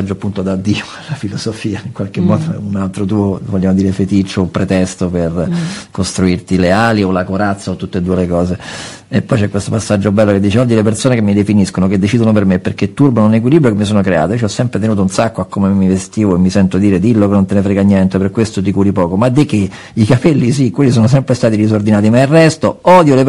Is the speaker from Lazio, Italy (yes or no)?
yes; Rome, Lazio, Italy; essendo anch'io cresciuto a Roma Nord, avendo frequentato scuole simili